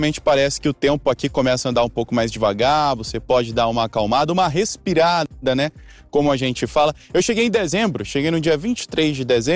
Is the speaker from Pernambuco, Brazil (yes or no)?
no; Manaus, Amazonas, Brazil; now in São Paulo, Brazil; Eu que vim de Manaus, encontrei mais áreas verdes aqui em São Paulo do que a capital amazonense